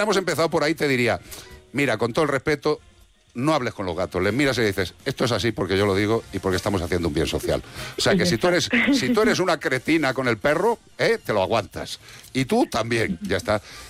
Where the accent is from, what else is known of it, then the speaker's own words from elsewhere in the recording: Madrid, Community of Madrid, Spain; born there; yo nací en Madrid.